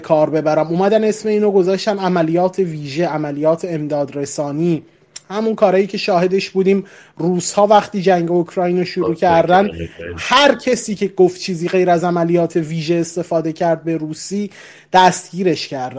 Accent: Iran; خب من به عنوان یه ایرانی خودم اصلا و بعدا موافق هیچ گونه تجاوز و حمله علیه خاک ایران نبودم و نیستم

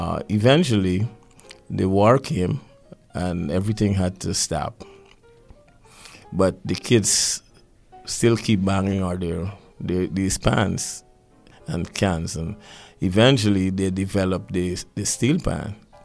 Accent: Guyana; now in Pittsburgh, United States; I came from Guyana.

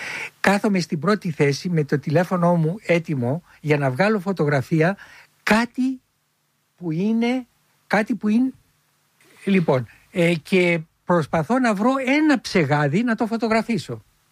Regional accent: Filothei, Attica, Greece; Εγώ γεννήθηκα στη Φιλοθέη. Γέννημα θέμα. Γέννημα θέμα, Φιλοθέη.

